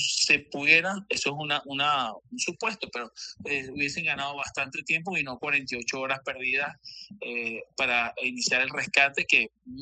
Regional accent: Venezuela

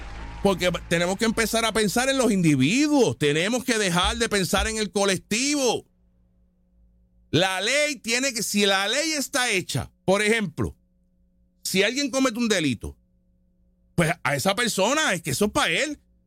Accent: Puerto Rico; la mayoría somos boricuas y somos de aquí.

